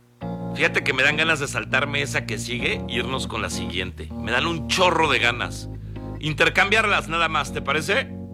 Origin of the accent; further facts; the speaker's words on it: Mexico; lo que nos gustó y nos enamoró fue la unión que tuvimos otra vez como mexicanos.